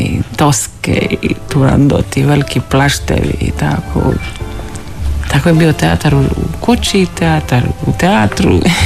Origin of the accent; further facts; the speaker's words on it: Vranjic, Split-Dalmatia County, Croatia; born there; rođena sam u Malom mistu i Malo misto se snimalo u mojoj kući.